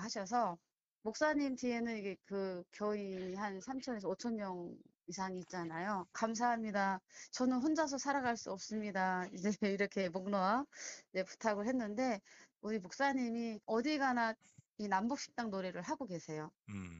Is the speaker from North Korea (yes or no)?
yes; Sariwon, North Hwanghae, North Korea; also born or lived in Gangjin, South Jeolla; now in Bucheon, South Korea; 아, 저는 이제 고향이 황해도 사리원이거든요.